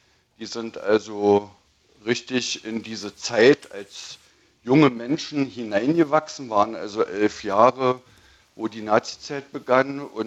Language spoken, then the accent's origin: German; Germany; ich bin in der DDR groß geworden